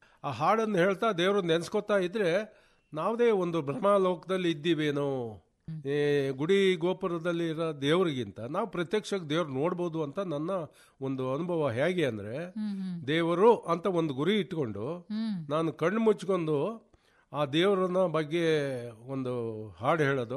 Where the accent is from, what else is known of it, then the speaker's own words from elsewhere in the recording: Kattebelaguli, Karnataka, India; ನಮ್ಮ ಹುಟ್ಟೂರು ಕಟ್ಟೆಬೆಳಗುಳಿ ಇಲ್ಲಿ. ಆಮೇಲೆ ಮಾಧ್ಯಮಿಕ ವ್ಯಾಸಂಗ ಹಳೆಕೋಟೆಯಲ್ಲಿ.